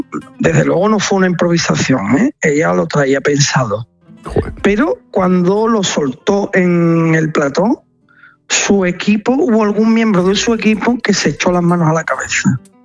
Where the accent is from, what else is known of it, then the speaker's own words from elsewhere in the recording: Seville, Andalusia, Spain; No, yo soy sevillano.